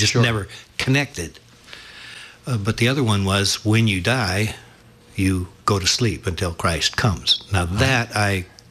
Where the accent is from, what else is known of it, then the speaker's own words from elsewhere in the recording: Shelbyville, Iowa, United States; I grew up in a small town in Iowa called Shelbyville, Iowa, about 20 miles from Cedar Rapids, the second largest city in Iowa.